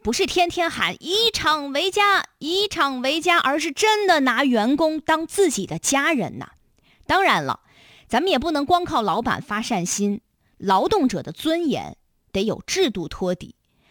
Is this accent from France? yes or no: no; Shanxi, China; moved away; 我的老家山西啊